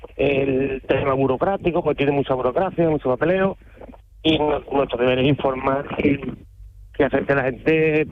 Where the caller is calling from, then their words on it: Vejer de la Frontera, Andalusia, Spain; Soy un Vejer de la Frontera, un maravilloso pueblo aquí de la provincia de Cádiz.